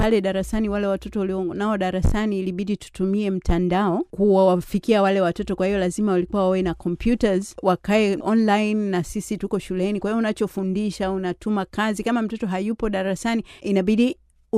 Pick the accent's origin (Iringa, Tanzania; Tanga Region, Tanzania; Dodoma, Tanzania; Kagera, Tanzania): Tanga Region, Tanzania; Lushoto; moved away as an adult; now in Austria; mimi natoka Lushoto kule Gare